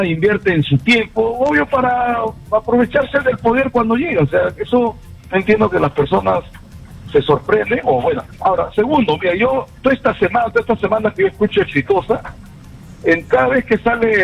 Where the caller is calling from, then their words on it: Huaycán, Lima, Peru; de Huaycán